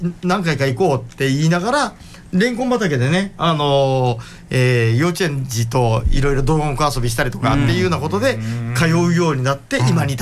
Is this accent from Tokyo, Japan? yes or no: no; Saitama, Japan; 私埼玉です。